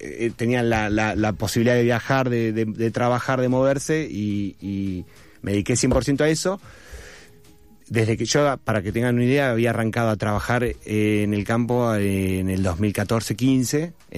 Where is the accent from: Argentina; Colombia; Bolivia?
Argentina; Buenos Aires; also born or lived in Entre Ríos; Me crié en Buenos Aires, mi padre entrerriano